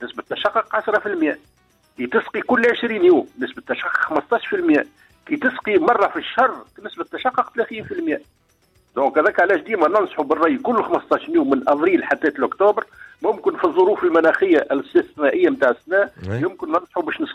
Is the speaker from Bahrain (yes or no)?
no; Tunisia; عندنا في تونس